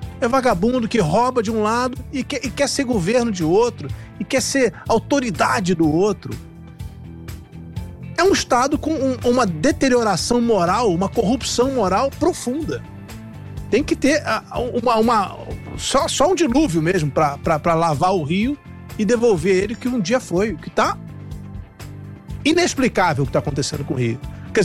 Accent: Rio de Janeiro, Brazil; E eu sou carioca, então vou falar, posso falar à vontade aqui, que droga que tá esse Rio de Janeiro

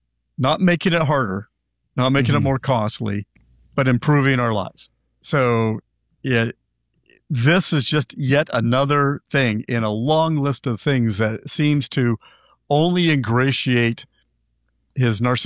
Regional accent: Canada; As a Canadian, you'd look at it and go, I have no idea what that brand is.

